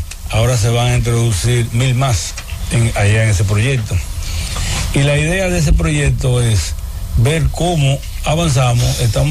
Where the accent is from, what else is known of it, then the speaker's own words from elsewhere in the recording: Dominican Republic; A nivel nacional somos los dominicanos batalladores